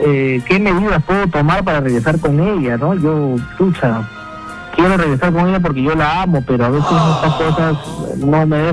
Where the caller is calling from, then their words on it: Huaral, Lima, Peru; Desde Guaral, hermano, desde Guaral.